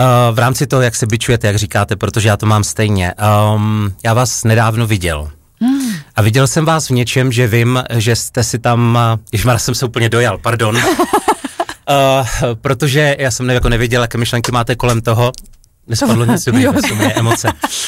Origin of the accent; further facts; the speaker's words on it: Opava, Moravian-Silesian Region, Czechia; v mém rodném městě Opavě